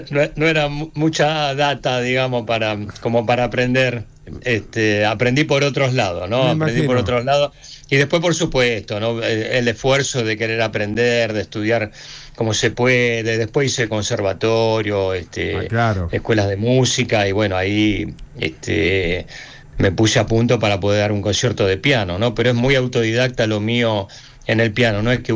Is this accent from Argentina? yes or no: yes; Buenos Aires, Argentina; Y yo soy de Villa Soldati, no había un piano en el barrio